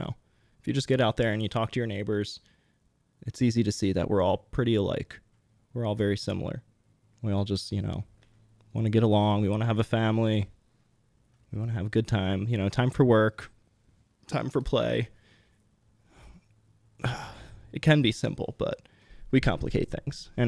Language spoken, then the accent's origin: English; East Coast, United States; I grew up on the East Coast